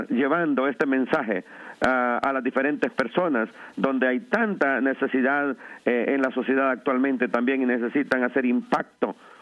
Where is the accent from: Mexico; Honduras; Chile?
Honduras; La Ceiba, Atlántida; now in New York, United States; soy natural de Honduras, del bello puerto de La Ceiba.